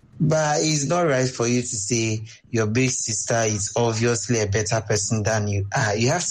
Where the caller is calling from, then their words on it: Jamestown, Greater Accra, Ghana; I'm speaking from Jamestown.